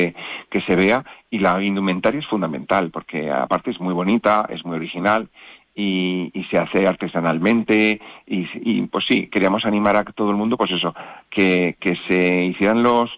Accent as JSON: {"language": "Spanish", "town": "Enguídanos", "region": "Castilla-La Mancha", "country": "Spain", "said": "pues eso es lo que más nos llena a todos los que somos de Enguídanos, y a mí como alcalde, por supuesto, también el primero."}